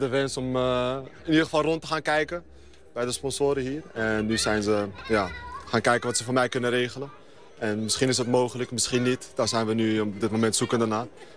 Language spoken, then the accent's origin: Dutch; Amsterdam, North Holland, Netherlands; ik kom uit Amsterdam. Ik heb heel lang bij DWS gevoetbald.